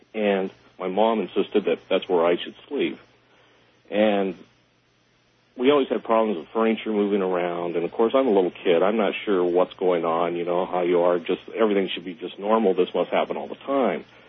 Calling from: United States; I'm calling from Florida, Arizona tonight. First time caller.

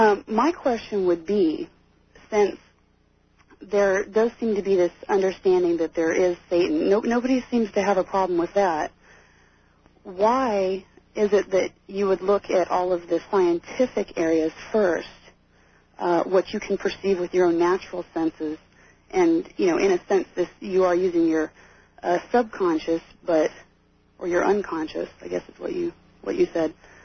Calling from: Minneapolis, Minnesota, United States; I'm calling from the Minneapolis-St. Paul area.

